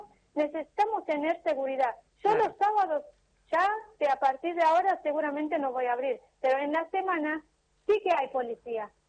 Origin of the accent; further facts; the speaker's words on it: Armenia; now in Argentina; Yo soy armenia.